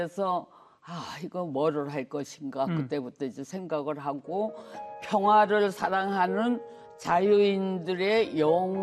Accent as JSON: {"language": "Korean", "region": "Kangwon", "country": "North Korea", "tie": "born or raised there", "also_born_or_lived": "Wonsan", "moved": "yes", "said": "어렸을 때 저는 원산이 고향이에요. 예, 원산에서 태어났는데 집 사정에 의해서 거기서 좀 가까운 암변이라는 데를 가게 됐어요. 거기서 살았는데 거기는 사과가 아주 맛있는 사과가 나는 생산되는 곳이었어요."}